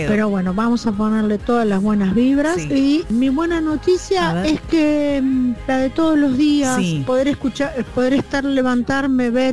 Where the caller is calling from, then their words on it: Buenos Aires, Argentina; acá de Chiclana.